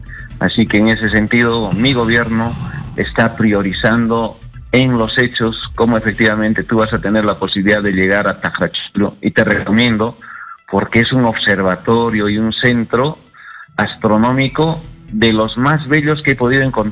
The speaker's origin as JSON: {"language": "Spanish", "region": "Cusco", "country": "Peru", "also_born_or_lived": "Espinar", "said": "a mi tierra, a nuestra tierra querida, el Cusco, como también a nuestra patria."}